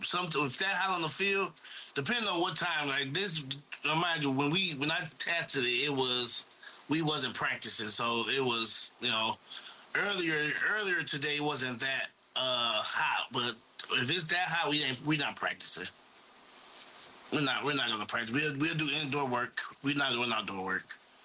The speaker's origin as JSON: {"language": "English", "region": "Ohio", "country": "United States", "said": "Because I got Nigerian roots. I ain't from Nigeria. I'm from Ohio."}